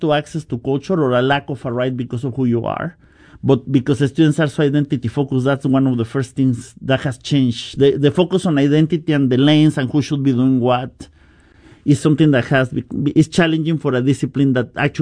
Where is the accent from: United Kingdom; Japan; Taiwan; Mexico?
Mexico; English is a second language; now in United States; I grew up in Mexican economic crisis in the 90s, so I have some affinities with them.